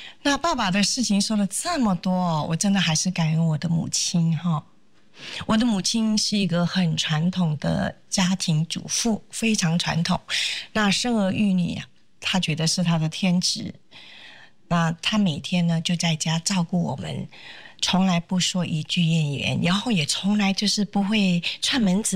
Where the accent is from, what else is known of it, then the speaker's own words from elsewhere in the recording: Laos; 那说起来我小的时候呢，可能很多很多人不知道我原来是从辽国来的哦，而且是在辽国出生的。那这个讲起来就是因为我的父亲啊，当时就是逃离中国嘛，因为战争。